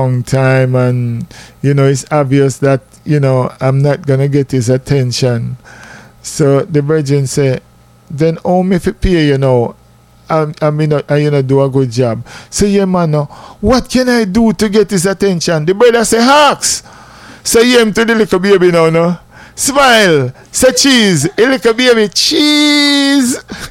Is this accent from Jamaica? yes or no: yes; Jamaica; accent: patois; cause we as Jamaican, you know, when we talk with regular patois